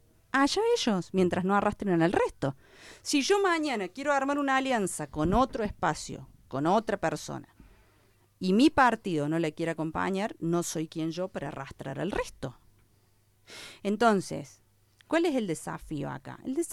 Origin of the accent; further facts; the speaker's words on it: Capilla del Monte, Córdoba, Argentina; A mí me define mi conducta y mi gente en mi pueblo